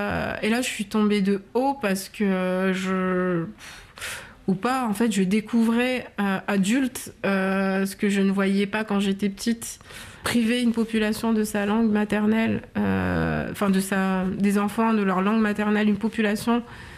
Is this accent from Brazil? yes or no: no; Dzaoudzi, Mayotte; moved away; à la mairie de Dzaoudzi, là où j'ai grandi.